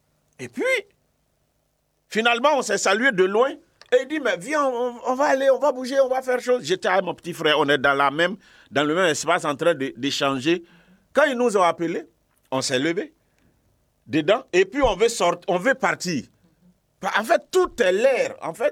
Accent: Bondoukou, Zanzan, Côte d’Ivoire; chez moi à Bondoukou

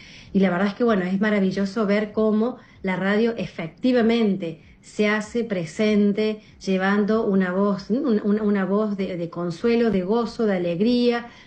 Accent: Córdoba, Argentina; yo soy de Córdoba, Argentina. Acá también tenemos nuestra Radio María. Y desde muy chica en mi casa se escuchaba Radio María.

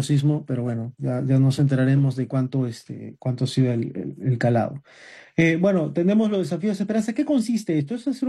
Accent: Peru; tener un encuentro inicial con los obispos de nuestro país

